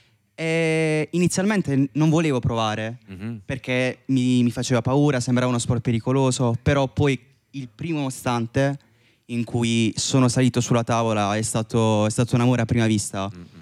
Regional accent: Bari, Apulia, Italy; born there; Io sono nato a Bari.

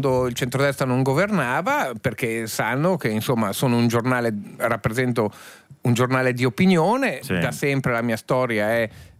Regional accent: Milan, Lombardy, Italy; io da milanese temo per Milano una deriva alla Bologna, alla Torino.

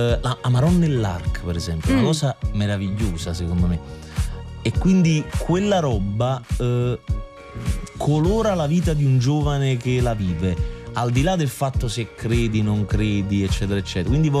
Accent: Giugliano in Campania, Campania, Italy; Ma la mia infanzia è Giuliano in Campania.

